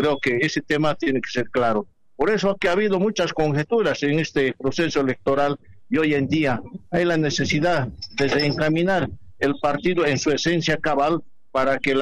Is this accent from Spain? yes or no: no; Bolivia